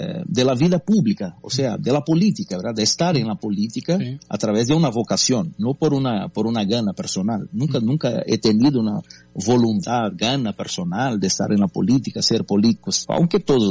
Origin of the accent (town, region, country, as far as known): Brazil